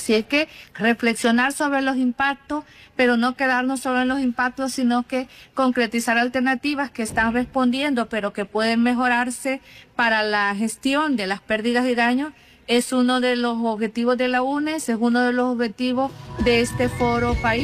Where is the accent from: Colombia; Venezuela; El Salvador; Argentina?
El Salvador